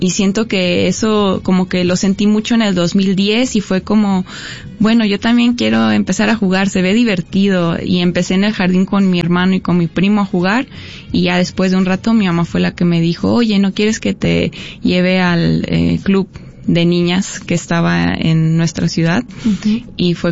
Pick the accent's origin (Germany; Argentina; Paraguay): Germany; Sí, pues yo nací en Alemania, mi papá es alemán, mi mamá es mexicana, de Guanajuato capital, y pues yo nací allá, crecí allá, siempre he tenido como ese lazo con México